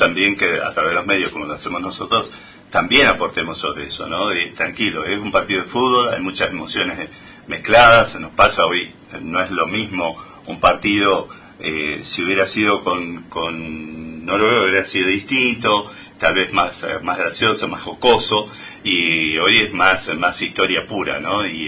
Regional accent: Argentina; lo hicimos como apoyo, como hinchada, como argentinos.

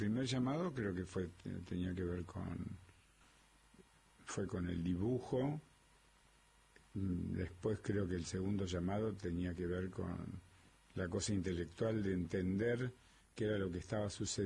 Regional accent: Tostado, Santa Fe, Argentina; also born or lived in Santo Tomé, Santa Fe / Villa Carlos Paz, Córdoba; Primero yo nací en Tostado, de Tostado nos fuimos a Santo Tomé, Santa Fe.

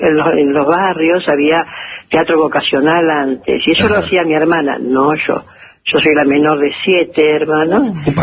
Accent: Villa Ballester, Buenos Aires Province, Argentina; born there; Yo nací en Buenos Aires, en Villa Ballester, en la provincia de Buenos Aires.

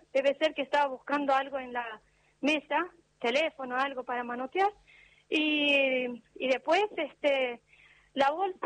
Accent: Armenia; now in Argentina; Yo soy armenia.

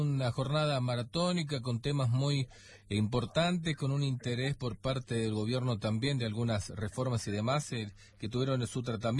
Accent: Argentina

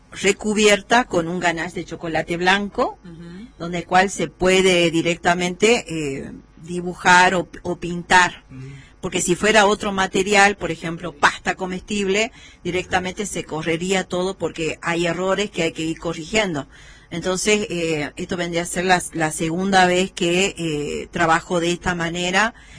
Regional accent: Palpalá, Jujuy, Argentina; soy de Palpalá

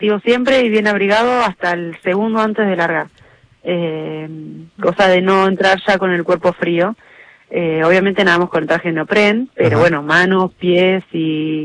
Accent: Santa Fe, Argentina; uno como santafesino

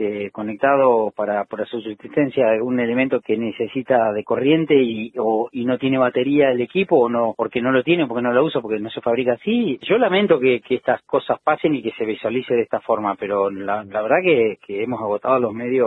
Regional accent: Esquel, Chubut, Argentina; Ya todos los que somos de Esquel sabemos que el edificio del hospital no da para más.

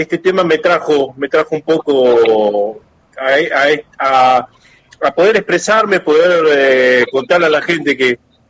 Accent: Patagonia, Argentina; uno ama esta tierra como argentino, como patagónico

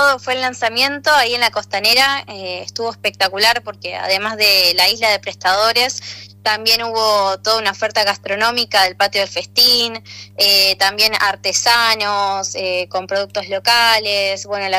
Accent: Buenos Aires, Argentina; moved away as an adult; now in Comodoro Rivadavia, Argentina; Yo vengo de Buenos Aires, viví, o sea, toda mi vida allá y hace 8 años me mudé acá.

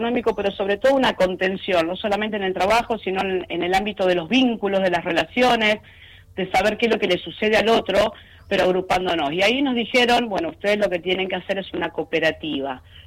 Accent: Buenos Aires, Argentina; now in Ushuaia, Argentina; yo soy de Buenos Aires y adopté esta ciudad como elección, esta provincia, mira, que es a la que queremos. Hace 25 años que estoy ya en Ushuaia.

